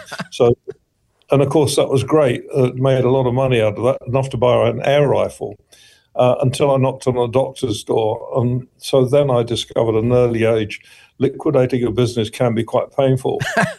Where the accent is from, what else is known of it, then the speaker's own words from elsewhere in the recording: India; born there; Yeah, I traveled around a lot. I was born in India.